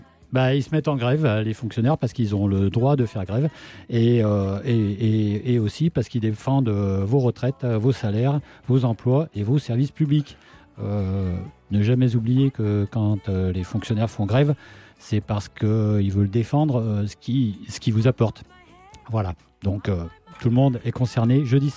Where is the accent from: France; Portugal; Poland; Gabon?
France; Auvergne-Rhône-Alpes; accent: Beaujolais; mon accent du Beaujolais